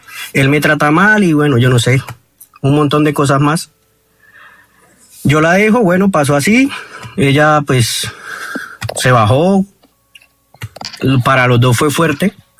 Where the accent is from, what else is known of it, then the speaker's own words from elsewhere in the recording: Bucaramanga, Santander, Colombia; yo soy de aquí, de Bucaramanga.